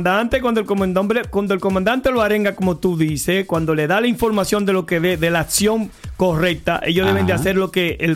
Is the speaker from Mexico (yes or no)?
no; Dominican Republic